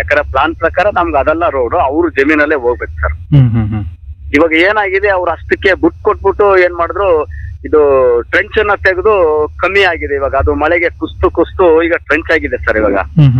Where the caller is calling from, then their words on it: Karnataka, India; ಕೆಬ್ಬೆಪುರ ಆಡಿ ಸರ್, ನಿಮ್ಮಟ್ಕೆರೆ ಪಂಚಾಯತಿ.